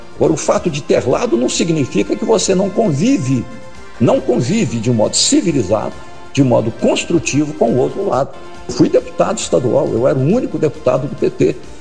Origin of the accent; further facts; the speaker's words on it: Minas Gerais, Brazil; o eleitor da minha terra, Minas Gerais.